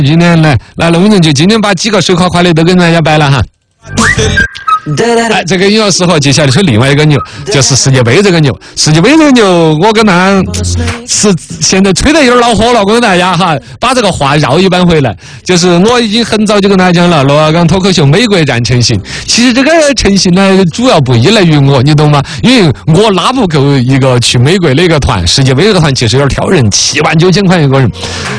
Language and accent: Chinese; Chengdu, Sichuan, China; 一个比我们成都人比较多的一个城市